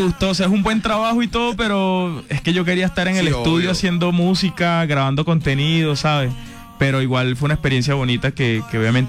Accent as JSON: {"language": "Spanish", "town": "Coro", "region": "Falcón", "country": "Venezuela", "moved": "as an adult", "lives_now": "Medellín, Colombia", "said": "Yo soy de Coro Falcón. Es una parte costera de Venezuela. Pues yo soy venezolano, no lo había dicho. Soy venezolano."}